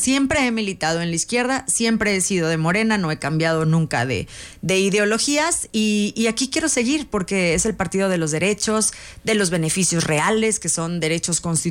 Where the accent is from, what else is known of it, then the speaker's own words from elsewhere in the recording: Saltillo, Coahuila, Mexico; A mí la sierra me vio crecer. Yo nací en Lomas de Lourdes, ahí crecí, ahí viví hasta que me independicé.